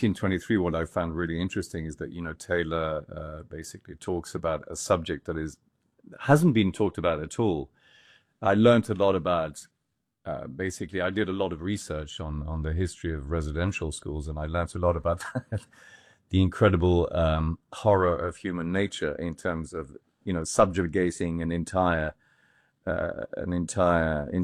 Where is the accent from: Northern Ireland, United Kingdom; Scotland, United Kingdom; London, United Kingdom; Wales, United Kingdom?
Scotland, United Kingdom; also born or lived in France; because I'm Scottish and French. So I'm a sort of amalgam of these, both of these cultures.